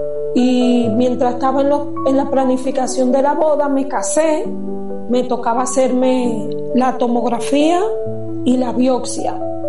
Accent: Venezuela; moved away; cuando vine de Venezuela, aún así allá mismo en Venezuela, yo tenía una disfonía.

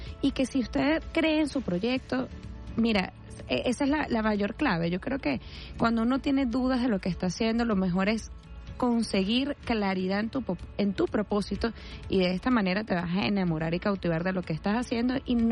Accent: Venezuela; nosotros como venezolanos

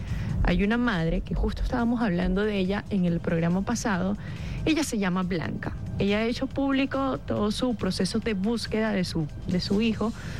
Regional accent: Venezuela; yo como venezolano

